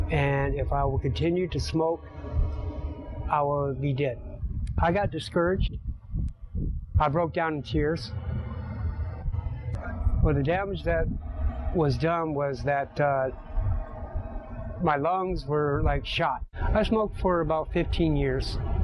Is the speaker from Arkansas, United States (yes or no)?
no; Redondo Beach, California, United States; I'm from Redondo Beach, California.